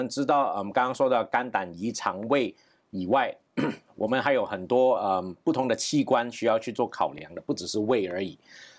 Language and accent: Chinese; Malaysia; now in Taiwan; 那我出生地的话是在马来西亚，所以在马来西亚长大。